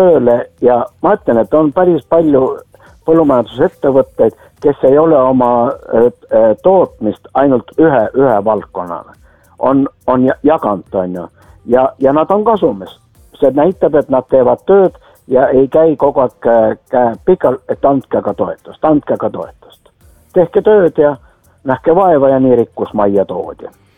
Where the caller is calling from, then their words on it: Tallinn, Harju County, Estonia; Tallinnast.